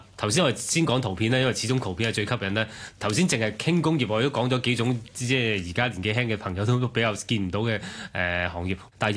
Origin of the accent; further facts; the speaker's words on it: Hong Kong Island, Hong Kong; born there; 我細個就尤其是香港島咧